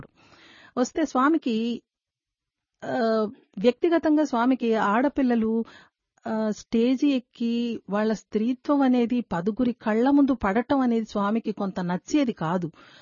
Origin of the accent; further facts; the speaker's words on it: Andhra Pradesh, India; నేను రాయలసీమ దాన్ని